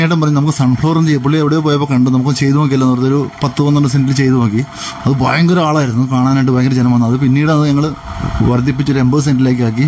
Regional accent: Kandanad, Kerala, India; ജനിച്ചു വന്നത് ഇവിടെ തന്നെയാണ്, കണ്ടനാടാണ്. ഉദയംപുരം പഞ്ചായത്തിൽ കണ്ടനാടാണ് ജനിച്ചു വളർന്നത്. ഇവിടെ തന്നെ ആ വലിയ അപ്പൂപ്പന്മാരും നെൽകൃഷി ചെയ്തിരുന്ന സ്ഥലമാണ്. ഞങ്ങൾ നെൽകൃഷി കൊണ്ട് മാത്രം ജീവിച്ചിരുന്നവരാണ്.

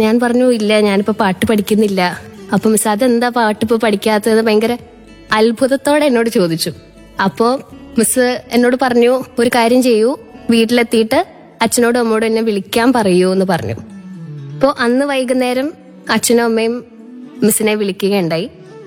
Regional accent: Tripunithura, Kerala, India; Ernakulam Tripunithura സ്വദേശിനിയാണ്. Sacred heart കോളേജിൽ MCOM 1st year വിദ്യാർത്ഥിനിയാണ്.

